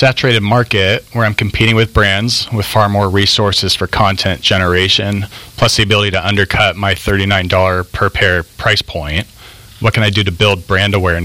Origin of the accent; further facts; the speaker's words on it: California, United States; I'm from Orange County, California.